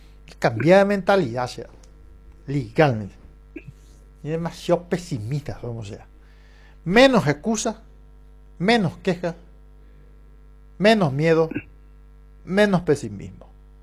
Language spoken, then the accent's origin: Spanish; Paraguay; nosotros los paraguayos